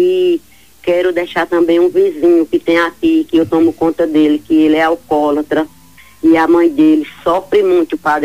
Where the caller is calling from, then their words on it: Dona Inês, Paraíba, Brazil; Eu falo de Dona Inês, Paraíba.